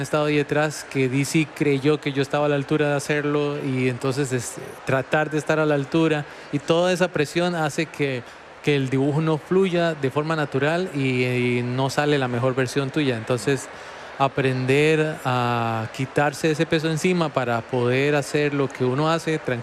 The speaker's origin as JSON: {"language": "Spanish", "country": "Costa Rica", "said": "no, que yo soy tico"}